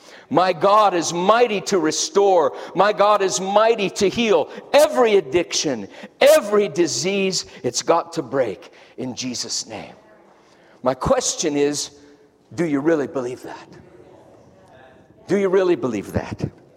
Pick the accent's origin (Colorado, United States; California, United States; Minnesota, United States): Colorado, United States; Denver; I grew up in North Denver. And the neighborhood that I grew up in, I was the lone white German kid.